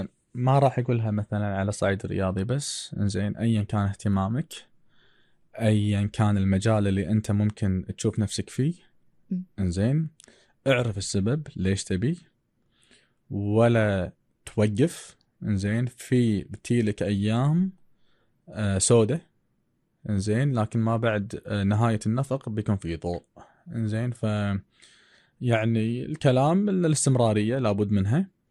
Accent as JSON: {"language": "Arabic", "country": "Kuwait", "said": "والكويت كنا ملتينج بوت"}